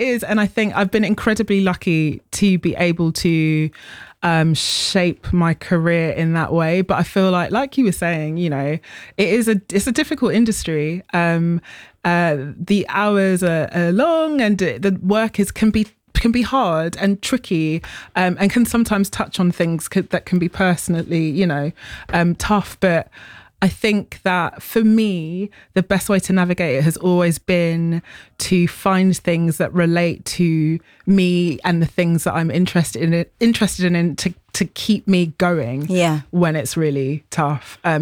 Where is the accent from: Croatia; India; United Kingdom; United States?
United Kingdom; we're not American, we're very much British